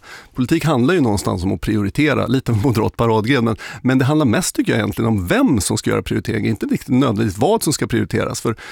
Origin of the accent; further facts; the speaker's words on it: Stockholm, Stockholm County, Sweden; Rätt provocerande för mig som stockholmare.